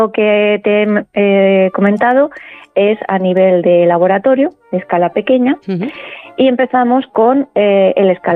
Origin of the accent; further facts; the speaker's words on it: Murcia, Region of Murcia, Spain; born or raised there; now in Madrid, Spain